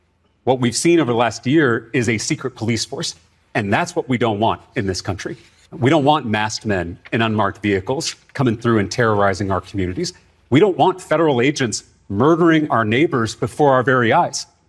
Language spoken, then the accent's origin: English; Round Rock, Texas, United States; when a seat in that very same legislature opened up in my hometown of Round Rock, Texas, I threw my hat in the ring